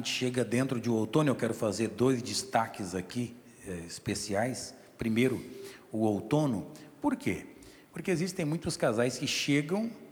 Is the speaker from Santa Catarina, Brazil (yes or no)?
yes; São Joaquim, Santa Catarina, Brazil; born there; moved away as an adult; now in São Paulo, Brazil; Eu nasci em São Joaquim, que é a terra mais fria, a terra mais gelada. E é um frio diferente lá no, na Serra de Santa Catarina, né? E quando a gente chegou aqui em São Paulo, definitivamente, no julho passado